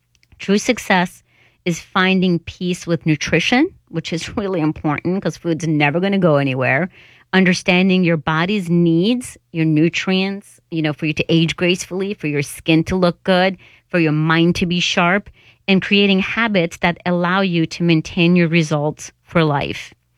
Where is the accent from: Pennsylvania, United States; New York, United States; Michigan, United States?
Pennsylvania, United States; State College; I grew up in State College